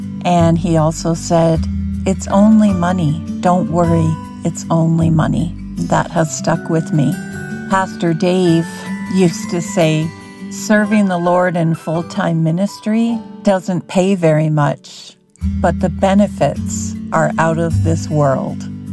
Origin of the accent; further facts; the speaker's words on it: Martinsville, Saskatchewan, Canada; I'm from Martinsville, Saskatchewan.